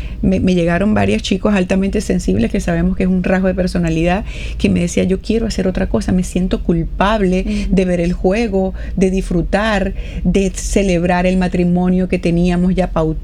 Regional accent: Venezuela; Yo, de verdad, particularmente como venezolana

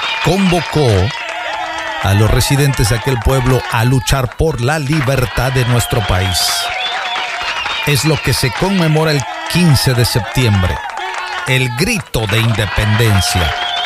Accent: Veracruz, Mexico; Y yo soy jarocho.

